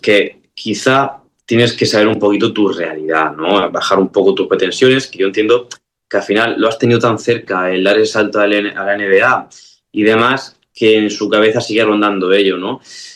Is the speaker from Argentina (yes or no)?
no; Region of Murcia, Spain